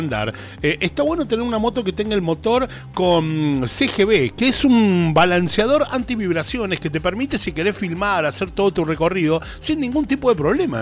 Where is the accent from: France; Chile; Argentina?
Argentina; San Luis; Yo soy de San Luis, ustedes están en Villa Mercedes, ¿les puedo comprar una moto?